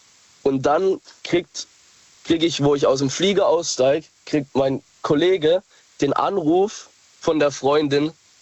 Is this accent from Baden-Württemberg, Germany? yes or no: yes; Baden-Württemberg, Germany; Ich bin aus dem Kreis Heilbronn.